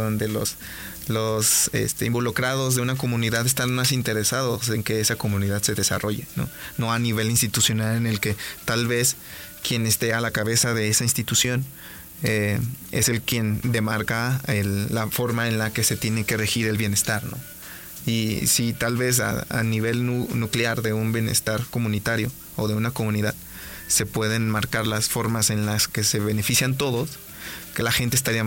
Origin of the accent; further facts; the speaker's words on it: Mexico; la construcción actual de la sociedad que nosotros como mexicanos tenemos